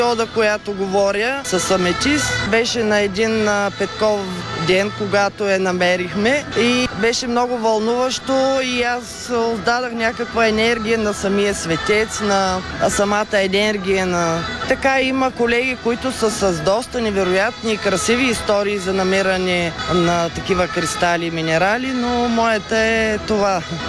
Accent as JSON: {"language": "Bulgarian", "town": "Ezerovo", "region": "Plovdiv Province", "country": "Bulgaria", "tie": "born or raised there", "lives_now": "Parvomay, Bulgaria", "said": "от малка в моето родно село Езерово имаме кварцова кариера"}